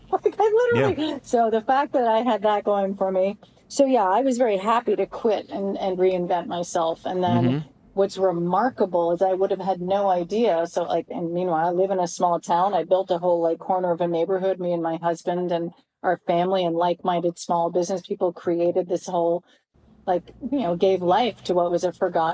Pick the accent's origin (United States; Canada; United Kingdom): Canada; My parents, I was raised in Canada, fully indoctrinated to doubt everything in the U.S.